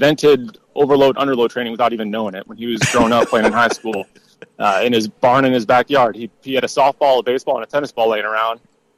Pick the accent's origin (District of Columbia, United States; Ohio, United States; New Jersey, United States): Ohio, United States; Defiance; moved away; I grew up in Defiance, Ohio, Northwest Ohio